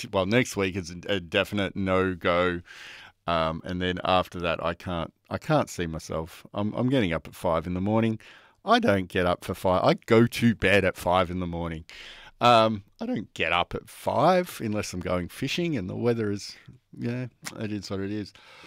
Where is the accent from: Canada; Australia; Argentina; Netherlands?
Australia; Melbourne, Victoria; I was born in Melbourne